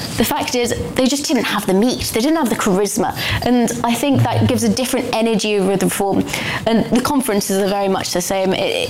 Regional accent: North East England, United Kingdom; I mean, I'm always from County Durham

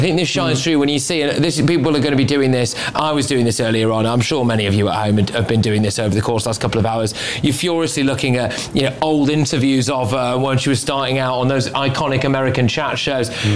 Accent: United Kingdom; And obviously I don't quite put … at the same level as that as a Brit

